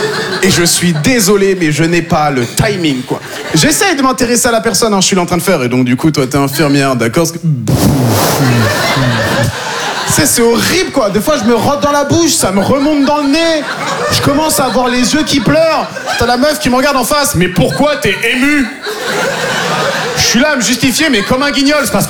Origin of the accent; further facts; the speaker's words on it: La Barre-de-Monts, Pays de la Loire, France; born there; also born or lived in Normandy; J'étais là, ben, 110 avenue de l'Estacade, 85 550, la barre de Montfromentine.